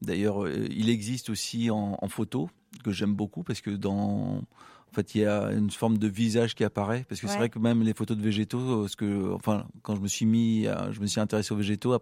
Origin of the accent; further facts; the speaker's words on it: Normandy, France; Je viens de Normandie.